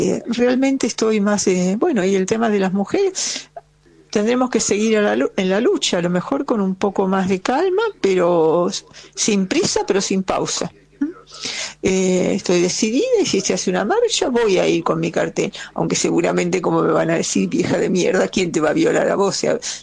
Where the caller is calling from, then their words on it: Buenos Aires, Argentina; del Cid Campeador